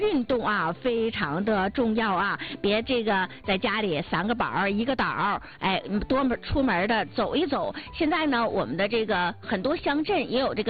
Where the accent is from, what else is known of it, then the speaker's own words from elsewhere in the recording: Northeast China, China; 尤其是咱东北人啊，一定要注意好低盐的调整。